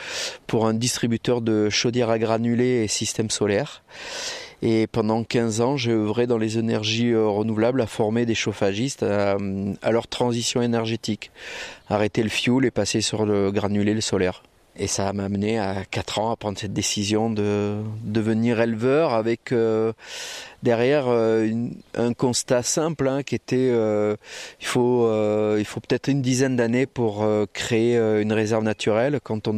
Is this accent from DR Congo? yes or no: no; Italy; now in France; dans mon pays d'origine, en Italie, vraiment à la frontière dans les Alpes du Mercantour.